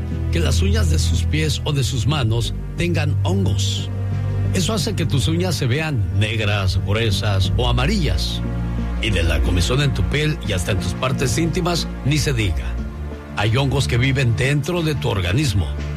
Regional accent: Tijuana, Baja California, Mexico; Soy de Tijuana

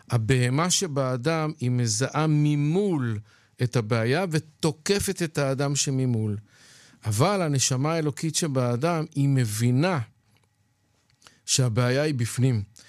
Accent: Bnei Brak, Tel Aviv District, Israel; born there; נולדתי שם

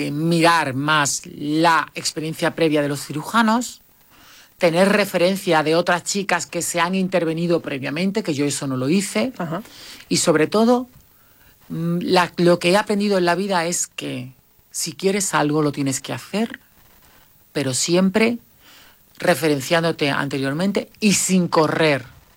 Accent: Morón de la Frontera, Andalusia, Spain; Yo estoy muy orgullosa de ser de Morón. Estoy muy orgullosa de mi gente. Estoy muy orgullosa de mi pueblo. Estoy muy orgullosa de que me digan que soy del pueblo del Gallo.

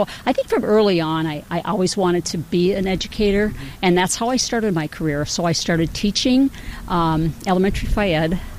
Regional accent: New Ulm, Minnesota, United States; I grew up in New Ulm, great town to grow up on, and from early on, I was involved in athletics.

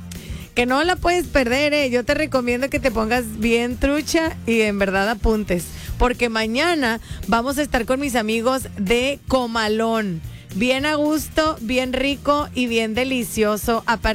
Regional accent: Mexico; que somos mexicanos

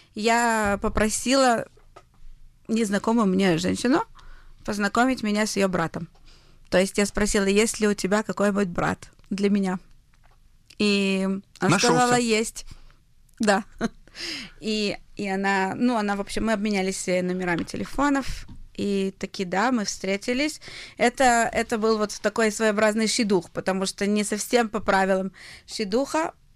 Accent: Israel; что я из Израиля, я еврейка

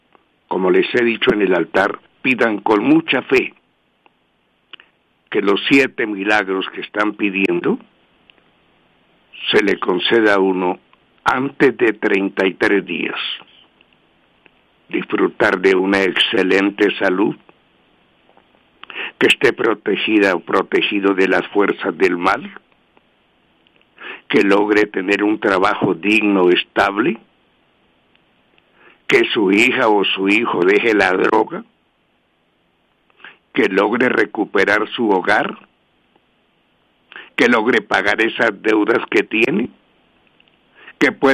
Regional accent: Colombia

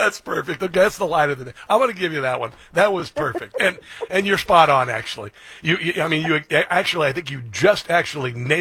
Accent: Omaha, Nebraska, United States; born there; I was born in Omaha, Nebraska.

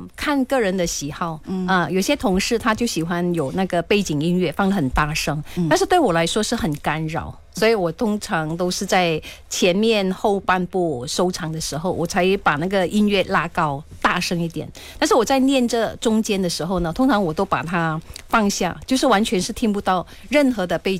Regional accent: Kuala Lumpur, Federal Territory of Kuala Lumpur, Malaysia; 虽然我自小在吉隆坡长大，我是吉隆坡人、但是讲起广东话来是没问题

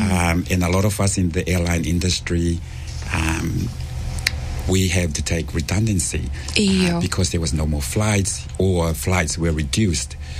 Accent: Ha'apai, Tonga; So I grew up in Hapai, kalo. I went to Pangaihihi for primary school back in 1979.

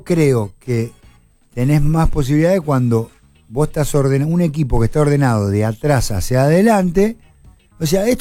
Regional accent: Lima, Buenos Aires Province, Argentina; Yo te digo, iba a las pruebas, iba al Lima, jugaba 23 picados por semana en Lima, en mi pueblo.

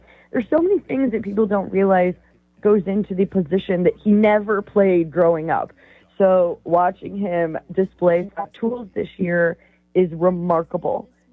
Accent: St. Louis, Missouri, United States; I grew up in St. Louis, so I've watched the National League for a long, long time

